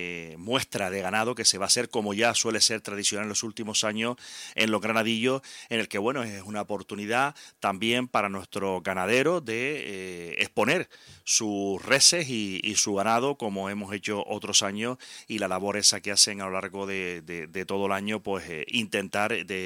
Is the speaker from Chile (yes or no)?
no; Teror, Canary Islands, Spain